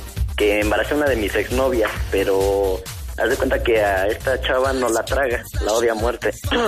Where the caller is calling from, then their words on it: Mexico City, Mexico; estoy aquí en La Lagunilla.